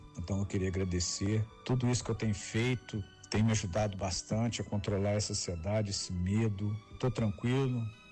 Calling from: Varginha, Minas Gerais, Brazil; sou aqui da cidade de Varginha, Minas Gerais.

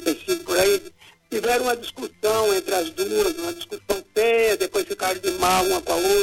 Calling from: Tangará da Serra, Mato Grosso, Brazil; Eu falo de Tangará da Serra, Mato Grosso, pai.

